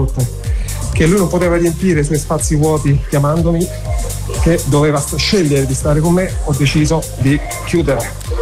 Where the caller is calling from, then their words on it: Rome, Lazio, Italy; da Villa Borghese.